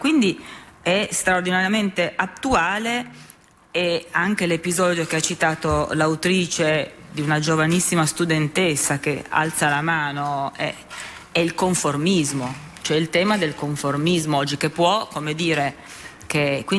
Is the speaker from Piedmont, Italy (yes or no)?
yes; Turin, Piedmont, Italy; io sono di Torino, quindi stiamo parlando del Piemonte, che ha moltissimi comuni